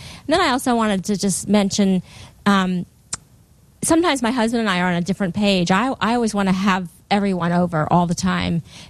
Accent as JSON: {"language": "English", "town": "New York City", "region": "New York", "country": "United States", "tie": "born or raised there", "said": "I grew up in New York City, and we had a tiny kitchen."}